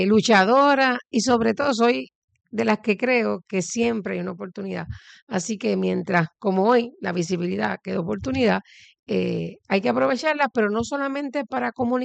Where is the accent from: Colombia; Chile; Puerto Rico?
Puerto Rico; Naguabo; soy líder comunitaria de Movimiento Nahuabo Somos Todos, que es nuestro pueblo de Nahuabo, ciudad que ves el sol al nacer.